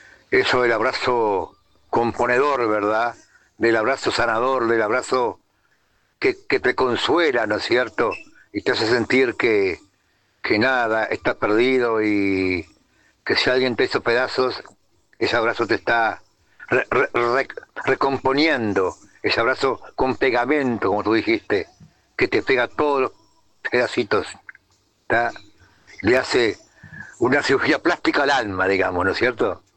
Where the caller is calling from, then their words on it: Fray Bentos, Río Negro, Uruguay; ya hemos hablado otras veces. Me comunico desde Fraiventos, Uruguay.